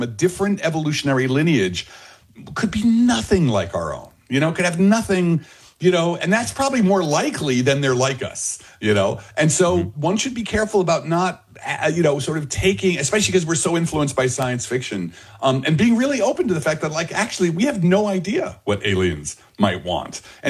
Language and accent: English; Belleville, New Jersey, United States